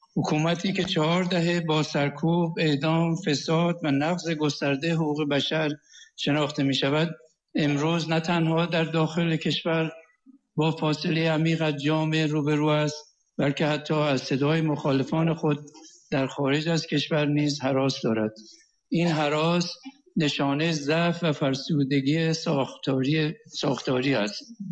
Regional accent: Iran; به عنوان یک ایرانی و پیشکسوت ورزشی

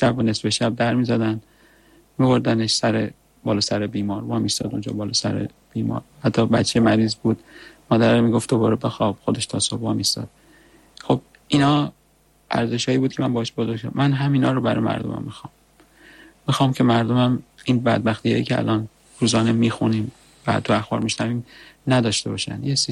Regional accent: Iran; مردمم، ایرانم، وطنم

